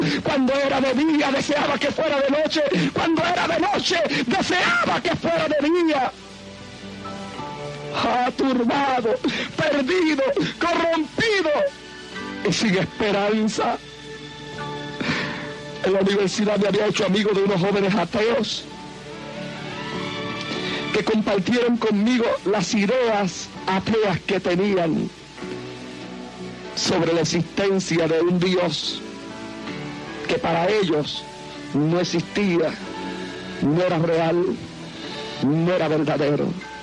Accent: Santa Isabel, Puerto Rico; moved away; en la playa de Santa Isabel, en mi pueblo

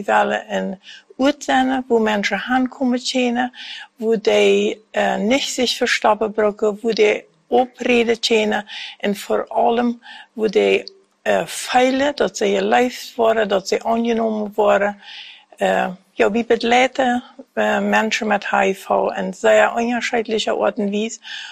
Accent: Fernheim, Boquerón, Paraguay; moved away as an adult; now in Asunción, Paraguay; Und wir sind aus Fernheim.

